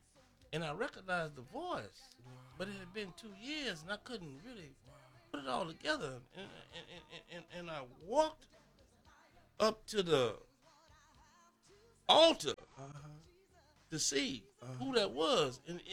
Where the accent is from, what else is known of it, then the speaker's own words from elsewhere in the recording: Houston, Texas, United States; I'm from Houston, but I fell in Dallas.